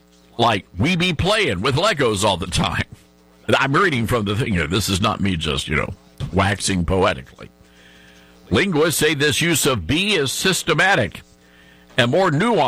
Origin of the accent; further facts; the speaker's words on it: Southern United States, United States; accent: Southern; ended up getting a job at a much larger broadcast market in California. And they love my southern accent.